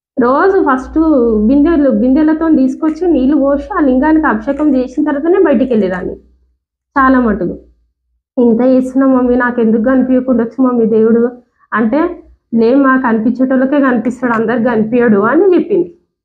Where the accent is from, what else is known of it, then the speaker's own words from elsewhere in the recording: Karnataka, India; now in Hyderabad, India; మాది కర్ణాటక అని చెప్పిన నేను.